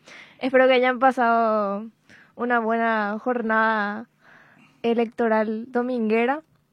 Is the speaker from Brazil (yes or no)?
no; Paraguay; Y realmente nosotros como paraguayos